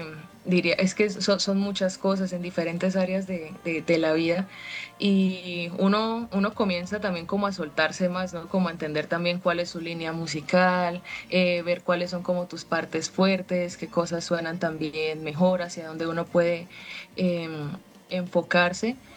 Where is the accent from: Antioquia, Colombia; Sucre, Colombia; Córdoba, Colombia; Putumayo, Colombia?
Sucre, Colombia; Sincelejo; born there; now in Bucaramanga, Colombia; Soy del Caribe colombiano, pero estoy en Bucaramanga. Llevo ya aquí bastantes añitos.